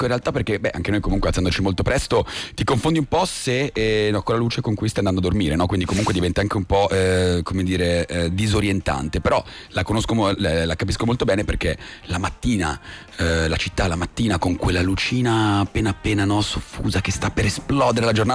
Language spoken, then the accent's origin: Italian; Milan, Lombardy, Italy; io essendo milanese quindi conosco molto bene i ritmi di Milano